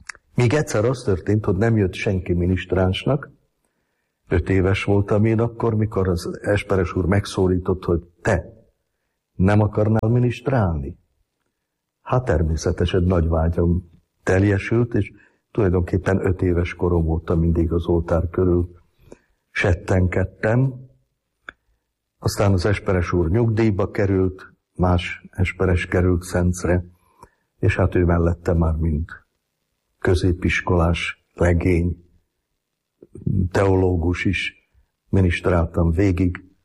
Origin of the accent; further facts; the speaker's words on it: Senec, Bratislava Region, Slovakia; first language Hungarian and Slovak; moved away as an adult; also born or lived in Galanta, Slovakia; Szencen, mivel apukám szenci származású, akkor Szencen építettek házat. Tehát tulajdonképpen szencinek tartom magam kisgyerekkorom óta. Ott jártam óvodába, alapiskolába, ott jártam középiskolába is. Ezért mind a két nyelv nekem tulajdonképpen anyanyelvem, mert szenc nyelvileg vegyes. Aztán Szencről elkerültem Pozsonyba